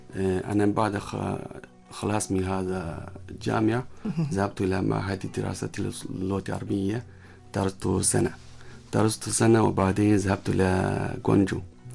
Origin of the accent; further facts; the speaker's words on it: China; Arabic is a second language; من الصين بلسان عربي.